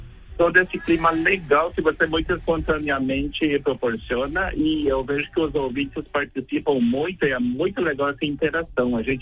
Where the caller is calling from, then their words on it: Paraná, Brazil; Como eu sou aqui do Paraná, eu tô... Tá meio friozinho